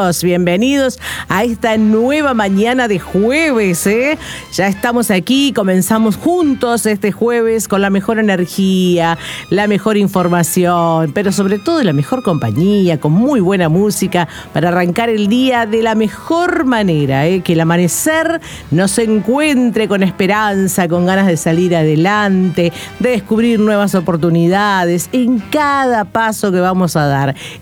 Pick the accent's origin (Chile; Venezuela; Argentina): Argentina; somos grandados los argentinos.